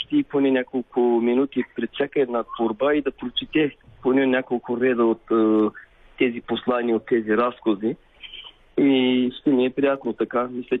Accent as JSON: {"language": "Bulgarian", "town": "Aytos", "region": "Burgas Province", "country": "Bulgaria", "tie": "born or raised there", "also_born_or_lived": "Boyno", "said": "Аз съм роден в село Бойно, в близо до Ардино, но съм израснал в Айтос."}